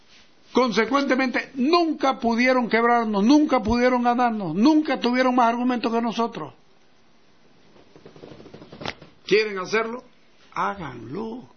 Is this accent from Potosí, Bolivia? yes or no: no; Santa Cruz, Bolivia; soy un convencido que Santa Cruz es mi patria y Bolivia es mi país. Y que es difícil ser boliviano siendo cruceño.